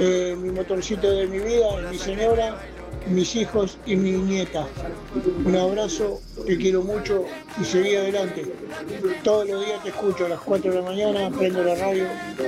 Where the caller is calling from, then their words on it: Merlo, Buenos Aires Province, Argentina; Hablo de Merlo Norte